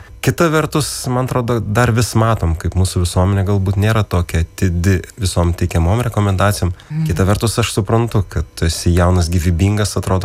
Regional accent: Gargždai, Klaipėda County, Lithuania; Augdamas nedėliam Gargždų miestelėje, tuomet turėjau keletą pasirinkimų

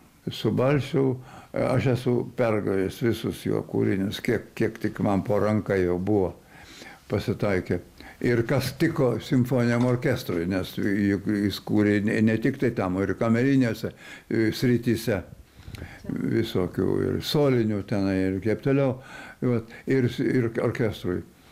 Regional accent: Samogitia, Lithuania; accent: Samogitian; now in Vilnius, Lithuania; Žemaitiškas mano charakteris man yra viskas. Viskas. Aš esu žemaitis, nes mano giminaičiai, nes su kuriais aš kalbu ir timiai ir taip toliau iš Žemaitijos

